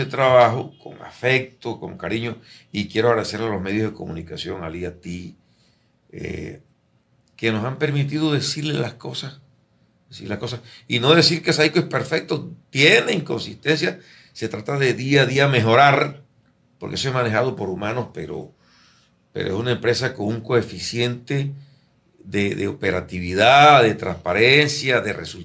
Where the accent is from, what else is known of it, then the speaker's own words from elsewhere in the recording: Colombia; Somos unos colombianos que lo que hacemos es esto.